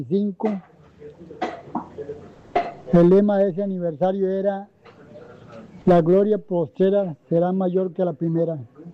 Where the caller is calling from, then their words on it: Siquirres, Limón, Costa Rica; Soy de aquí, de La Alegría, Siquirres.